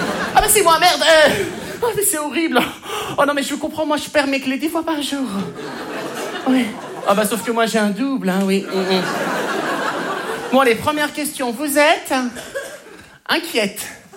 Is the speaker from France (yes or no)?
yes; Hauts-de-France, France; savez que chez moi dans le Nord, c'est une tradition, hein.